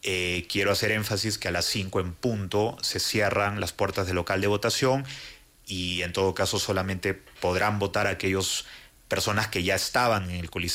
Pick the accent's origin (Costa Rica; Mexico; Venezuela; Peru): Peru; now in Ecuador; Y yo como peruano